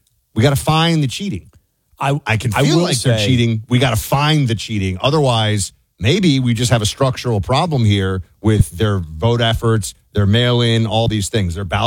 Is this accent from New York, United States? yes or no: yes; New York, United States; That growing up in New York, Clay, this, you can wander through whole parts of Brooklyn